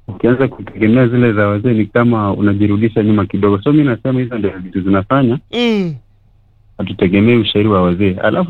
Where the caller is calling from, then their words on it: Kisumu, Kisumu County, Kenya; nilitoka Kisumu kidogo.